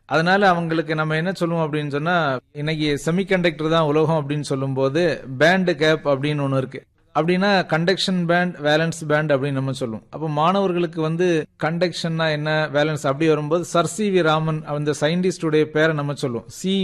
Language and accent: Tamil; Thirunainarkurichi, Tamil Nadu, India; என்னுடைய சொந்த ஊர் திருநெய்னார் குறிச்சி.